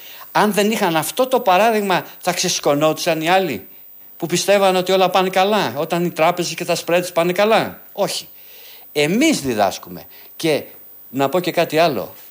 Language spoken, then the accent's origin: Greek; Greece